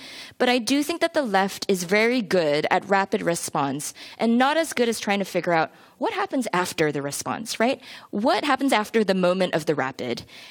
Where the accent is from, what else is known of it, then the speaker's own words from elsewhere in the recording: California, United States; As a Californian